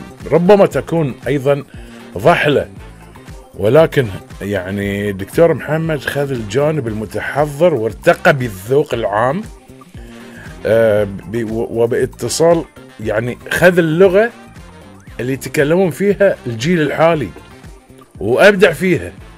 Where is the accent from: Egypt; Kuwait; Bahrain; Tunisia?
Bahrain; احنا كبحرينيين